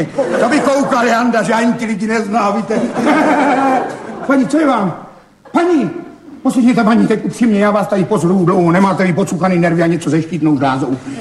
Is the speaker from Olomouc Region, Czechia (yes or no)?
no; Brno, South Moravian Region, Czechia; No to byl z Brna, já jsem taky z Brna. Rodáci z Brna jsme. Tam jsme jí chodili s Jandou do školy.